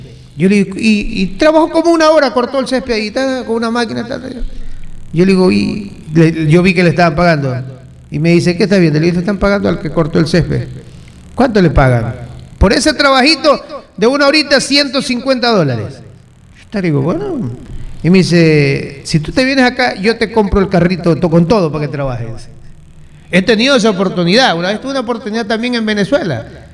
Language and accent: Spanish; Manta, Manabí, Ecuador; also born or lived in Guayaquil; Pero yo no nací ahí, yo nací en Guayaquil. Y por cosas del destino y porque Dios así lo quiso desde el primer año de edad, creo que ya vivo aquí en Manta. O sea, tengo 50 y voy a cumplir 54 años viviendo en Manta.